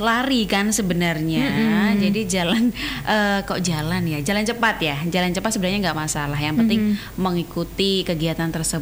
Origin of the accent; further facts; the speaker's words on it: Nganjuk, East Java, Indonesia; Kalau saya sendiri orang Nganjuk